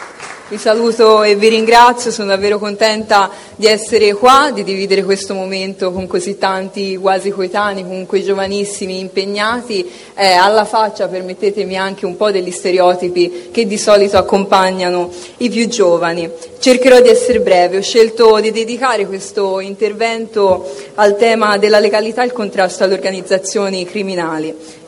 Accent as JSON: {"language": "Italian", "region": "Tuscany", "country": "Italy", "said": "io sono toscana, specialmente nel centro-nord Italia."}